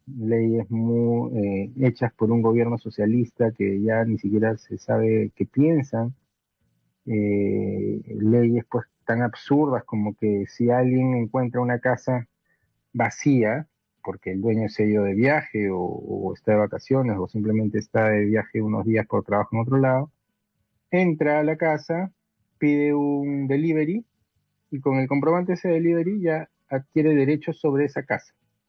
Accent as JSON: {"language": "Spanish", "country": "Peru", "said": "yo soy bien peruano, ¿no?"}